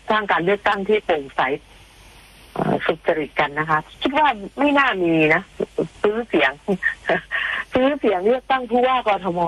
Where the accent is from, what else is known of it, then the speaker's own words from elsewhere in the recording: Bangkok, Thailand; โอ้โหเราอยู่เป็นชาวกรุงเทพมาตลอด38ปีแล้ว